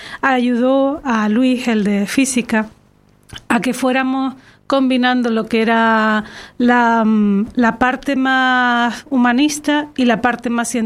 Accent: Las Palmas de Gran Canaria, Canary Islands, Spain; soy de Las Palmas de Gran Canaria, nací en La Laja, me eduqué en Vegueta y en Tafira

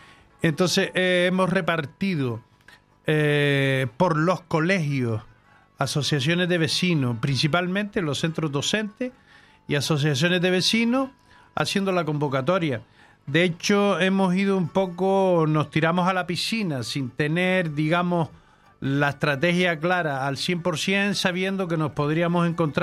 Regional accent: Canary Islands, Spain; somos gente que somos de Galdar, de Las Palmas, de Telde, de Valsequillo, de Aruca.

